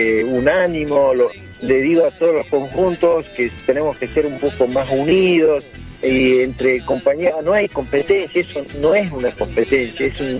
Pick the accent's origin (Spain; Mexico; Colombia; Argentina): Argentina; born there; también son de allá de mi pago, ellos nacieron también en el paraje Mochimo, donde yo nací